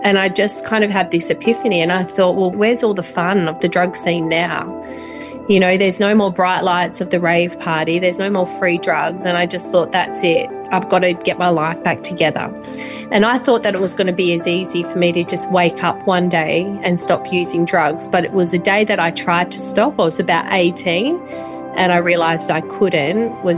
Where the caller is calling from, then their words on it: Perth, Western Australia, Australia; From Perth, Western Australia.